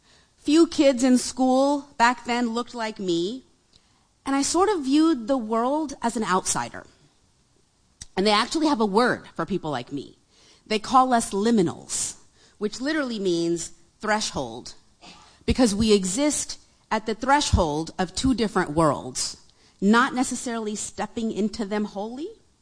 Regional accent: Arkansas, United States; also born or lived in Opelika, Alabama; I was born in Opelika, Alabama, but I'm an Arkansan. I'm also Muslim. I'm also brown

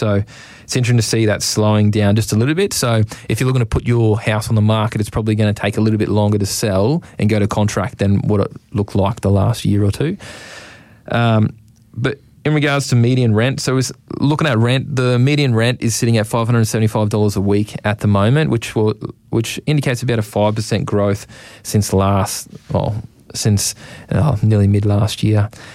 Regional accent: Rockhampton, Queensland, Australia; born there; I think I might have been born in the Mater

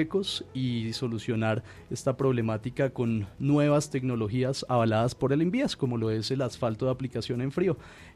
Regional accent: Tunja, Boyacá, Colombia

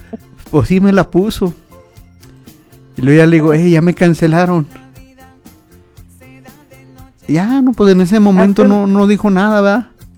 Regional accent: Mexico; cómo somos los mexicanos

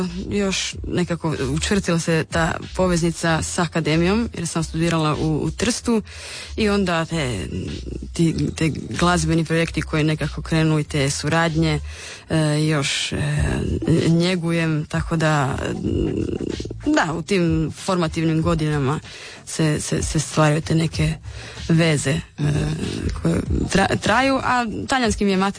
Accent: Rijeka, Primorje-Gorski Kotar County, Croatia; Mi smo Fiumani, mama je Istrijanka

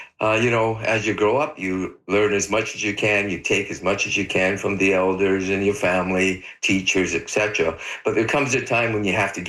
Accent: Richmond, British Columbia, Canada; My entire life is kind of boring. I grew up in Richmond. Went to UBC, came back and became a teacher and a school administrator, and now I'm a community volunteer.

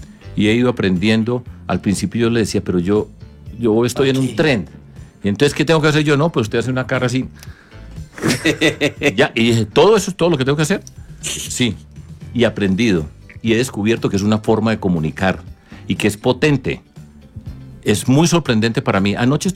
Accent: Medellín, Antioquia, Colombia; now in Bogotá, Colombia; yo que vengo de Medellín, he vivido muchos años acá y amo mi tierra

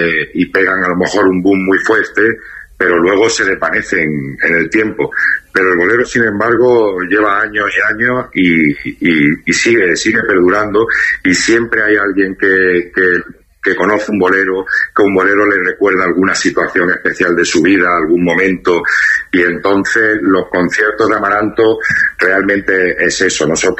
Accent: Jaén, Andalusia, Spain; nosotros somos de Jaén

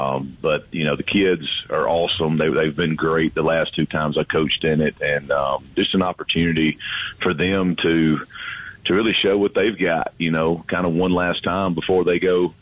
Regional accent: Amory, Mississippi, United States; now in Lowndes County, Mississippi, United States; I'm from Amory, and my wife's from Amory, and we're kind of North Mississippi people

